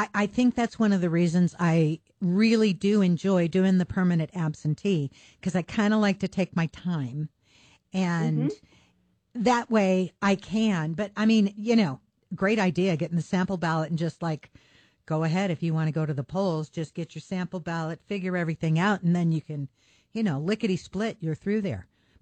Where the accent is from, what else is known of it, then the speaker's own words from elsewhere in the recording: Oregon, United States; moved away; we're from Oregon, so we're used to voting by mail.